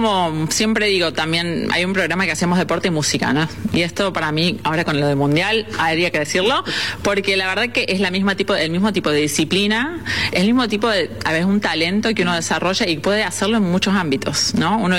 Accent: Córdoba, Argentina; Uf, yo hablo mucho, como verán, así que como cordobesa, creo que si me preguntás, me quedo yo con el micrófono

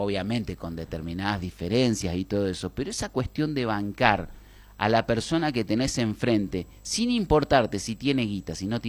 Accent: Argentina; Cuando se hablaba como porteños, cuando se hablaba como bonaerenses, cuando teníamos, o sea, cuando hablábamos realmente como el mejor acento de la lengua hispana

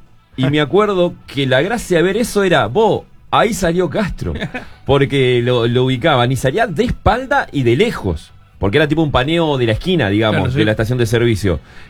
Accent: Bella Unión, Artigas, Uruguay; moved away; cuando yo era muy chico que vivíamos en Artigas, en Bella Unión

